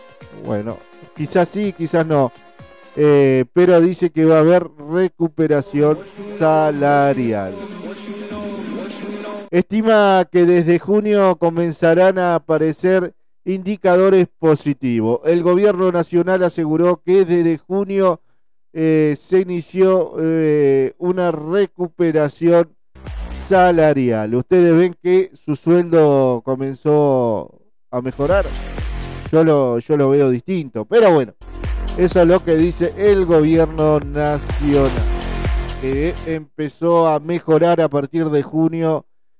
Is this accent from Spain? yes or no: no; Argentina; No todos somos buenos los argentinos